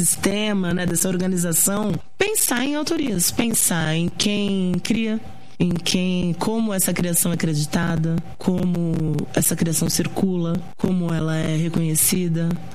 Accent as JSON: {"language": "Portuguese", "town": "São Lourenço", "region": "Minas Gerais", "country": "Brazil", "tie": "born or raised there", "said": "Mas na infância, como eu cresci em São Lourenço, eu cresci em Minas."}